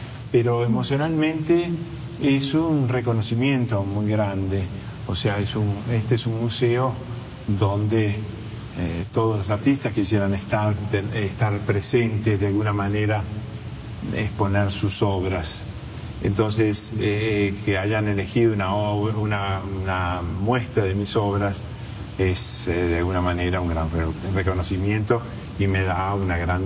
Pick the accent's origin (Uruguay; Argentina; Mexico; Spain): Uruguay; now in Rome, Italy; Roma fue el primer lugar, la primera ciudad que yo llegué desde Uruguay en el 1977.